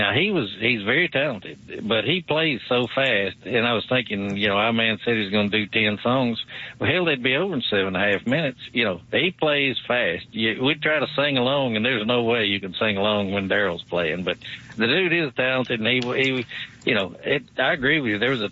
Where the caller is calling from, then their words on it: Alabama, United States; here in Alabama, we got Kay Ivey